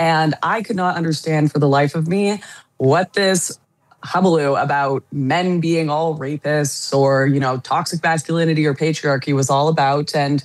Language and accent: English; Surrey, British Columbia, Canada; born there; I was born in Surrey, British Columbia, Canada, and I grew up a pretty regular working class background